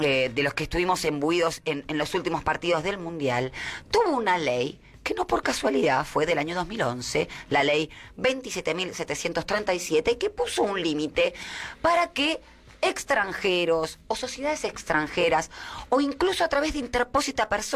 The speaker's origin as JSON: {"language": "Spanish", "country": "Argentina", "said": "Y uno puede preguntarse como argentino"}